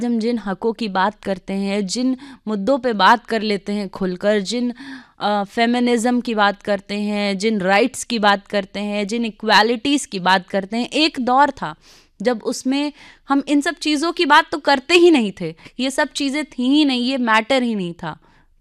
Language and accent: Hindi; Prayagraj, Uttar Pradesh, India; हम प्रयाग की भूमि में जन्मे हैं